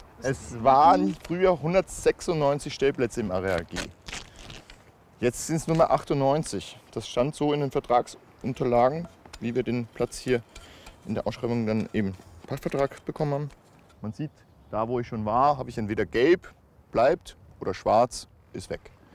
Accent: Austria; moved away; diese FKK-Kultur, die ja für mich komplett fremd war als Österreicher

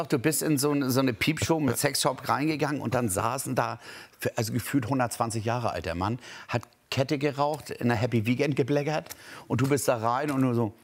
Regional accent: Hamburg, Germany; Als Hamburger Jung und dann Freunde auf der Eisbahn und dann die wohnten auf St. Pauli Platten und Blumen

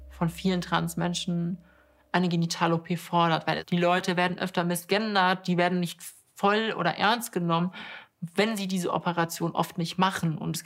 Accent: Cologne, North Rhine-Westphalia, Germany; 28 Jahre alt, ich komme aus Köln, bin gelernte Informatikkauffrau und bin eine Transfrau

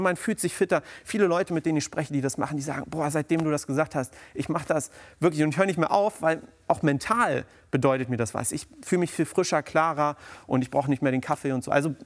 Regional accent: East Germany, Germany

